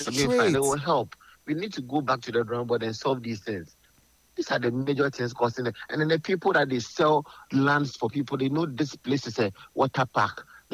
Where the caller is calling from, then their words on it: Amasaman, Greater Accra, Ghana; So I'm calling from Amasaman.